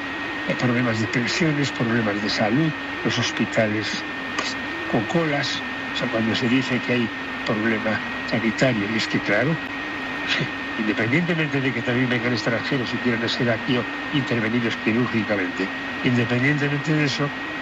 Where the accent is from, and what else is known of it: Bilbao, Basque Country, Spain; born or raised there; moved away